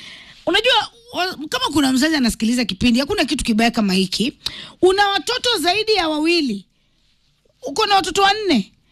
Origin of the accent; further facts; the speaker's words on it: Rift Valley, Kenya; Hata mimi ni mukale … hata mimi natoka Rift Valley.